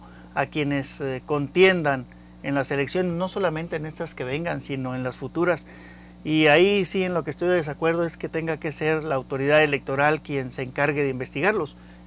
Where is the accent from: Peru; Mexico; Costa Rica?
Mexico; somos nosotros como mexicanos